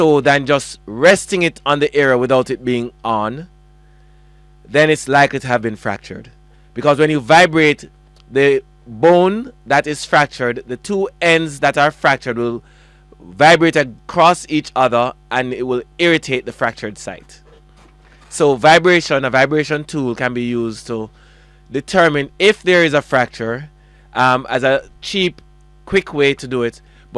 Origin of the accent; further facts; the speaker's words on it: Jamaica; that's what we are now in Jamaica.